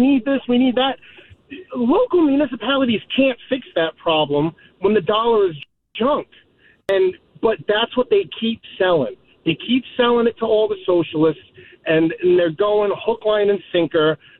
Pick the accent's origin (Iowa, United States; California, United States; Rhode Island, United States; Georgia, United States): Rhode Island, United States; East Providence; now in Charlestown, United States; I'm from East Providence. I live in Charlestown now.